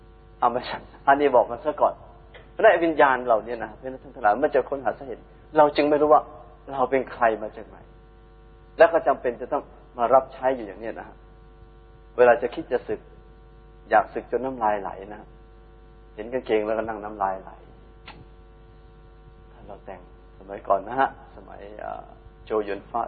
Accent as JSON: {"language": "Thai", "region": "Bangkok", "country": "Thailand", "tie": "born there", "said": "พี่สาวเกิดที่อยุธยาแต่ว่าอาตมากับพี่ชายแล้วก็น้องสาวเกิดที่กรุงเทพสองกรุงนะฮะเป็นเลือดกรุงศรีอยุธยาแต่มาเกิดที่กรุงเทพแล้วก็เกิดในพื้นที่วัด"}